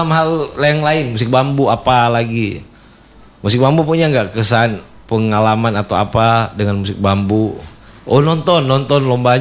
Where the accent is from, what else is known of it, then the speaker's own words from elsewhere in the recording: North Sulawesi, Indonesia; kalau kamu ketemu orang-orang Sangir sama dengan ketemu saya begini modelnya